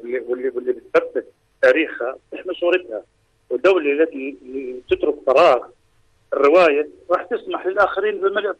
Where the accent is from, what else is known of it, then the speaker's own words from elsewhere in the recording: Jordan; وإتاحة الفرصة لنا كأردنيين لكتابة قصتنا.